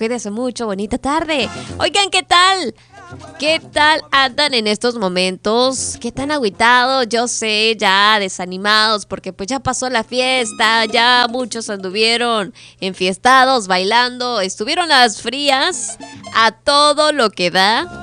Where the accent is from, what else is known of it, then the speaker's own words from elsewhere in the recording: Mexico; como mexicanos aquí nos vale.